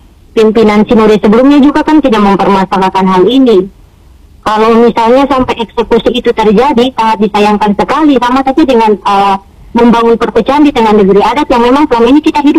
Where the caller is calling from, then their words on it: Ambon, Maluku, Indonesia; saya ini warga Paso.